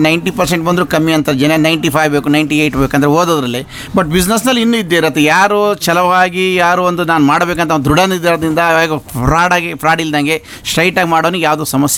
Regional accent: Shivamogga, Karnataka, India; ನಾವು ಶಿವಮೊಗ್ಗದಲ್ಲಿ ಹುಟ್ಟಿರೋದು, ಶಿವಮೊಗ್ಗದಲ್ಲಿ ಬೆಳೆದಿದ್ದು, ಶಿವಮೊಗ್ಗದಲ್ಲಿ ಓದಿರೋದು

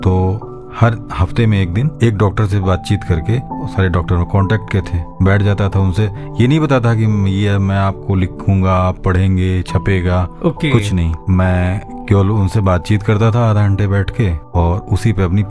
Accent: Varanasi, Uttar Pradesh, India; मैं ये बताया कि मैं बनारस से आया हूँ, तो उनको इंटरेस्ट आ गया

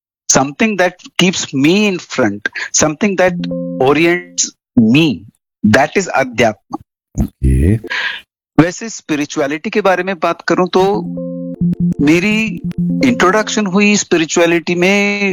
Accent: Karnataka, India; मैं कर्नाटका से हूं और बस अपनी 60 साल की जिंदगी में जो भी सीखा है

